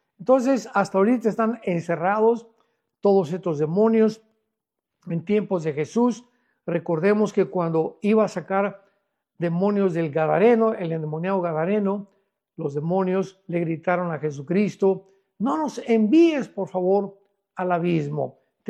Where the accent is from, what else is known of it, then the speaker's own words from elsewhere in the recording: Acapulco, Guerrero, Mexico; moved away; cuando vivía muchos años, nosotros fuimos criados en Acapulco, Guerrero. Casi toda la primaria la hice allí en una escuela en Acapulco, Guerrero.